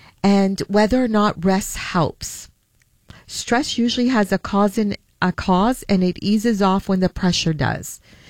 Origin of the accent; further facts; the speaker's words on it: Italy; moved away; also born or lived in Halifax, Canada; one day I would love to get out to Nova Scotia because that's where we immigrated to from Italy in 1966 in Halifax, Nova Scotia, and I've always wanted to go down there.